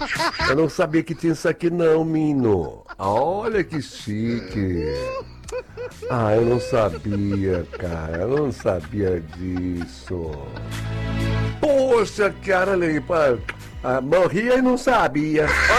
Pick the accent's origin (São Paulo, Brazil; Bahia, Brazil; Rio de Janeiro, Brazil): Bahia, Brazil; Salvador; sou aqui de Salvador, Bahia.